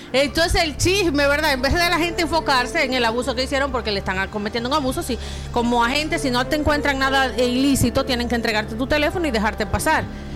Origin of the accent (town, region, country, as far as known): Dominican Republic